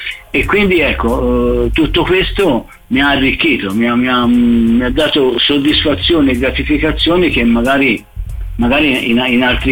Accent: Pisa, Tuscany, Italy; essendo pisano

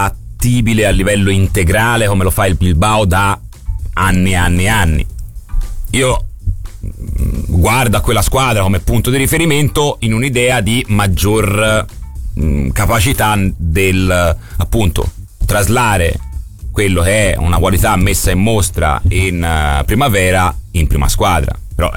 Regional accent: Tuscany, Italy; Io sono di Mugello, si sente.

